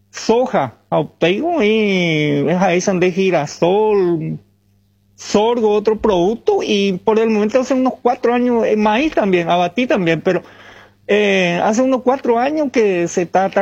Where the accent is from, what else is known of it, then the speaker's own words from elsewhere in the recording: Paraguay; moved away; Sí, yo soy de Peguajomí, Paraguay, beleano. Primero, y bueno, yo estoy acá unos 25 años y estamos.